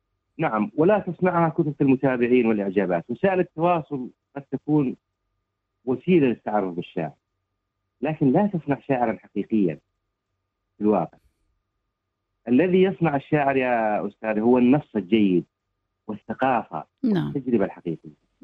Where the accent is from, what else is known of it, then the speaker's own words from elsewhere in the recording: Syria; عندنا في سوريا